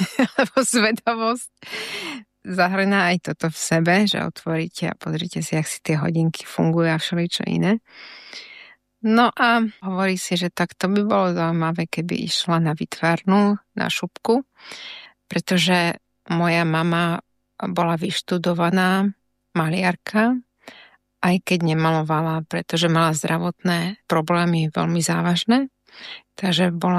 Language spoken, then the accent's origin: Slovak; Bratislava, Bratislava Region, Slovakia; born there; No, narodila som sa v Bratislave. Aj moji rodičia pochádzajú z Bratislavy.